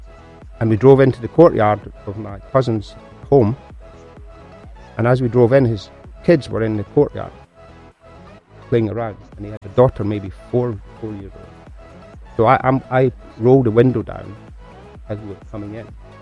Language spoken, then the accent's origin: English; Scotland, United Kingdom; I grew up in Scotland in the 1960s. As a black kid.